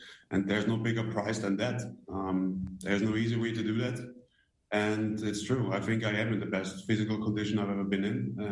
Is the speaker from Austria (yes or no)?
yes; Austria; I grew up in Austria, which is just right next door, a proud European.